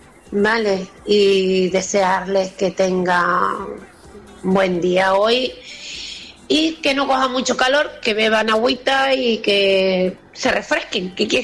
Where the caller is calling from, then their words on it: Santa Lucía de Tirajana, Canary Islands, Spain; Hola, buenos días … de Santa Lucía y, a ver, hace mucho calor.